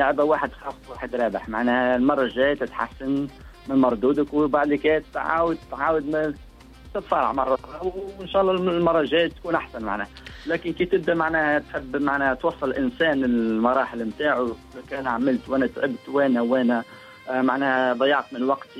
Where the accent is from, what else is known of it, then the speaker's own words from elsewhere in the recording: Tunisia; moved away; also born or lived in United Kingdom; احنا جيت من بلاد من تونس اللغة معناها ما زلت نتهام معناها منش حافظ اللغة بالباهي